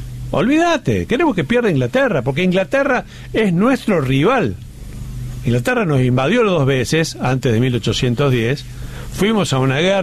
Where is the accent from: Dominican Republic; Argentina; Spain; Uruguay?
Argentina; los argentinos seguimos con mucho interés en relación a nuestro pasado futbolístico y nuestras rivalidades.